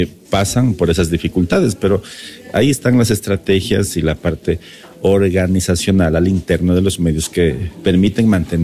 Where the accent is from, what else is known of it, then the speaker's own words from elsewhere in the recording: southern border, Ecuador; en la frontera sur de donde yo vengo.